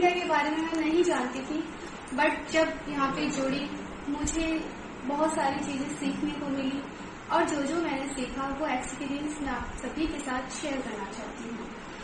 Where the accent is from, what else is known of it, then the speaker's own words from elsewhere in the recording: Delhi, India; और मैं दिल्ली से हूँ।